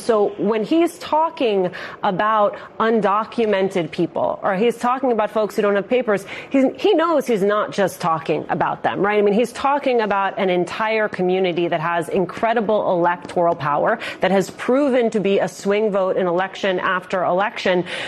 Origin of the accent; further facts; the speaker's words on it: New Jersey, United States; I was reporting from my home state of New Jersey